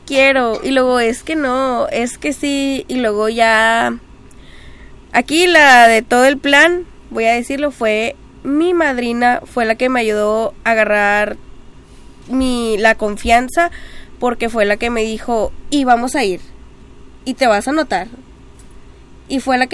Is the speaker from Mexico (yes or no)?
yes; Palau, Coahuila, Mexico; Soy de la villa de Palau.